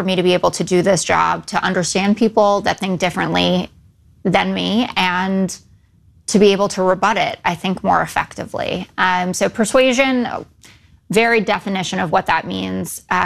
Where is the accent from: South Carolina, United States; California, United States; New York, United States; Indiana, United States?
New York, United States; New York City; born or raised there